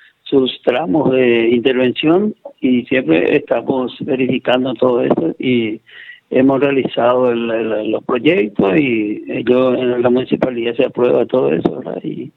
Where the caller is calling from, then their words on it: Pedro Juan Caballero, Amambay, Paraguay; Pero nosotros tenemos un club más grande todavía aquí en Pedro Juan Caballero, que es el Club de Mayo. Ese es nuestro club de verdad. Yo, por ejemplo, te comento, Raúl, que yo nací prácticamente en el Club Deportivo de Mayo.